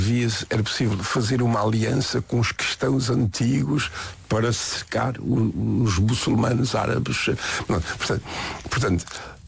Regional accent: Azores, Portugal; moved away as an adult; now in United States; eu sou açoriano.

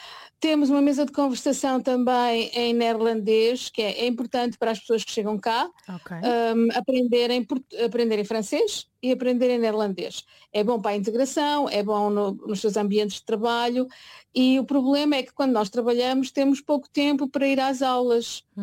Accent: Porto, Norte, Portugal; also born or lived in Lisbon; now in Brussels, Belgium; eu sou do Porto, mas também já vivi em Lisboa, já trabalhei em Lisboa. Lisboa é uma das minhas cidades que está sempre no meu coração. Normalmente os tripeiros são muito bairristas, não é o meu caso.

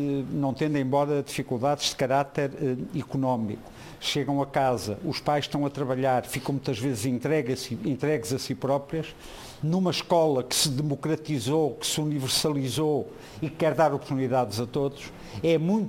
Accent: Porto, Norte, Portugal; Eu que sou do Porto, sou também de uma cidade de bairros.

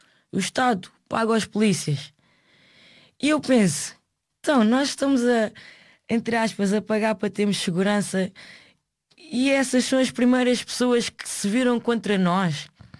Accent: Portugal; eu estudei, eu cresci aqui, é o país onde eu nasci

